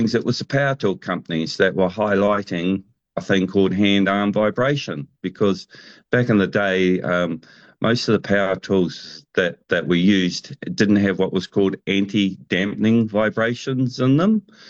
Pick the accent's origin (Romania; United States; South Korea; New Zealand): New Zealand; Gisborne; I grew up on the East Coast in Gisborne